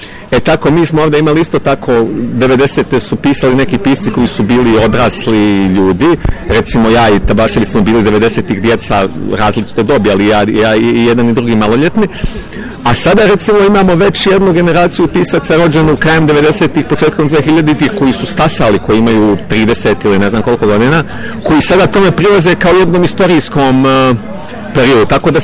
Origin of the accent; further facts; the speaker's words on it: Travnik, Central Bosnia Canton, Bosnia & Herzegovina; moved away as an adult; now in Belgrade, Serbia; Da, ja sam Bosanac, on je Hercegovac. Imamo sigurno taj zavičajni moment, jeste poveznica, međutim, da kažem, mi smo i na različite načine možda došli u Srbiju, u Beograd, on je došao baš kao dijete sa 6-7 godina, ja sam došao kao odrasla osoba